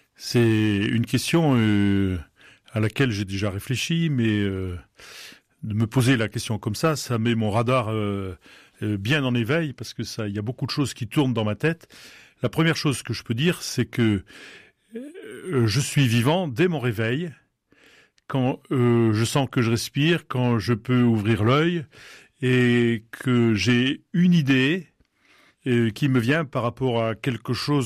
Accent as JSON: {"language": "French", "region": "Nouvelle-Aquitaine", "country": "France", "moved": "yes", "said": "Sédentaire et nomade. Les Charentes, c'est mon lieu de départ et mon lieu d'arrivée."}